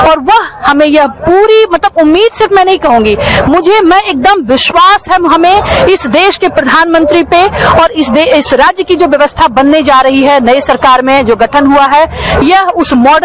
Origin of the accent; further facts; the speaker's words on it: Lakhisarai, Bihar, India; मैं लखीसराय जिले से आती हूँ